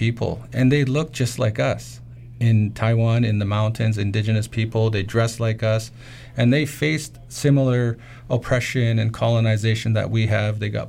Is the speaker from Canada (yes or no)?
yes; Vancouver, British Columbia, Canada; So I was from the Vancouver Chinatown.